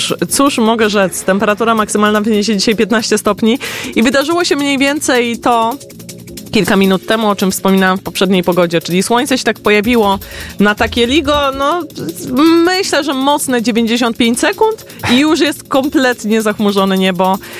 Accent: Nowy Sącz, Lesser Poland, Poland; jako że jestem z Nowego Sącza.

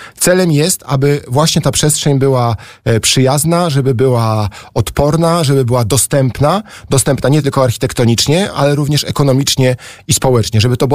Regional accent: Warsaw, Masovian Voivodeship, Poland; Ja się wychowywałem w tej okolicy i tam wszystkie swoje wagary na Chmielnej spędziłem

